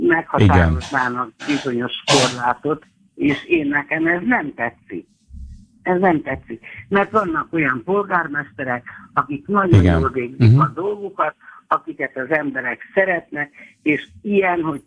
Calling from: Kaposvár, Somogy, Hungary; én kaposvári vagyok

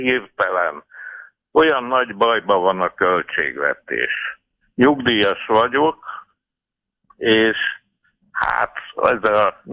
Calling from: Budapest, Hungary; Üdvözlöm, Budapestről vagyok.

